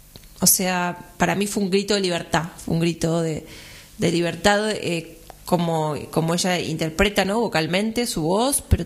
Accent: Argentina; argentinos y hablemos como argentinos. O sea, está bien, es la lengua castellana, hablamos español, pero acá tenemos una forma de hablar, ¿entendés?

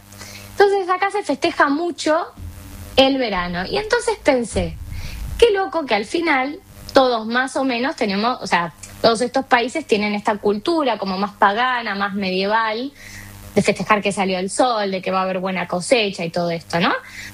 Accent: Argentina; also born or lived in Spain; now in Sweden; como yo soy argentina y viví en España

